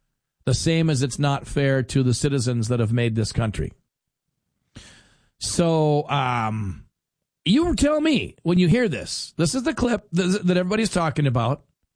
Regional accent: Fargo, North Dakota, United States

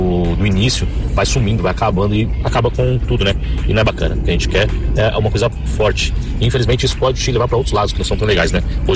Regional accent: São Paulo, Brazil; Não vou falar meu nome, mas eu sou de São Paulo.

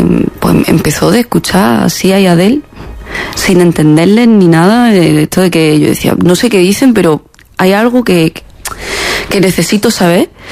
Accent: Jaén, Andalusia, Spain; also born or lived in Melilla; now in Granada, Spain; yo nací aquí en Melilla. Estuve viviendo aquí hasta los 3 añitos y ya luego pues nos fuimos a Jaén a vivir. Y nada, me crié en Jaén.

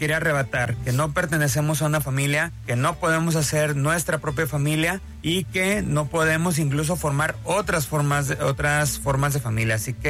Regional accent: Mexico; somos mexicanos, mexicanas, mexicanes

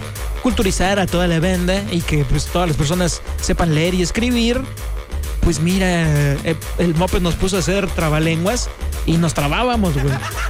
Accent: Mexico; Por ejemplo, yo soy muy mexicano sin antes probar un taco ya le eché limón, ¿no?

